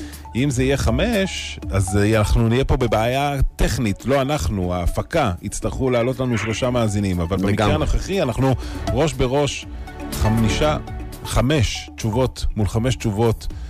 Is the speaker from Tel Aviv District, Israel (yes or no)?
no; Jerusalem, Jerusalem District, Israel; now in Haifa, Israel; אני לא חיפאי, אני גר בחיפה. זה הבדל, זה מהותי מאוד.